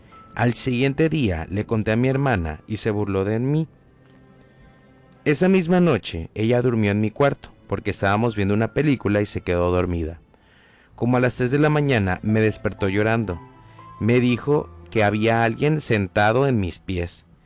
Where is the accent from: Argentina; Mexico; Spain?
Mexico; Porque somos muy mexicanos